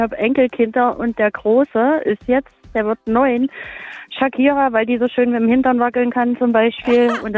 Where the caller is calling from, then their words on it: Delitzsch, Saxony, Germany; Ich komme aus Delitzsch, bin aber gerade ganz woanders